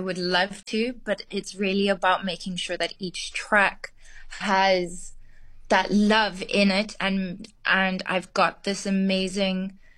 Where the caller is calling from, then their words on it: London, United Kingdom; Yes, I'm calling you from London.